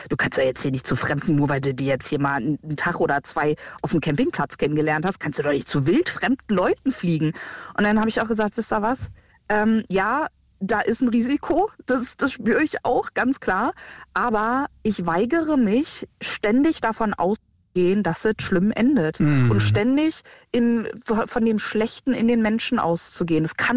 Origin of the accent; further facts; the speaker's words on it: Potsdam, Brandenburg, Germany; also ich komme ursprünglich aus Potsdam und meine Eltern leben auch noch im Potsdamer Umland und meine Schwester auch.